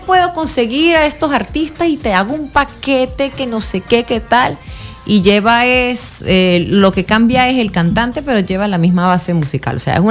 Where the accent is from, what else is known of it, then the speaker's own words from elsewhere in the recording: San Cristóbal, Táchira, Venezuela; yo soy de aquí de San Cristóbal, yo soy gochita